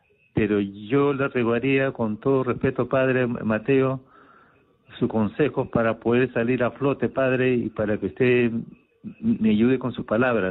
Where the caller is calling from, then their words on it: Lima, Peru; yo estoy llamando del Distrito Independencia, Urbanización Tahuantinsuyo.